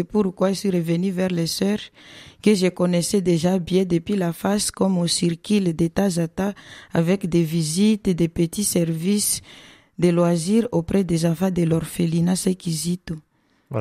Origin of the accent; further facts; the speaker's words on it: Bunia, Ituri, DR Congo; je suis de la République démocratique du Congo. Précisément du diocèse de Bounia. J'ai grandi dans une famille chrétienne où la foi occupait une place importante dans la vie quotidienne.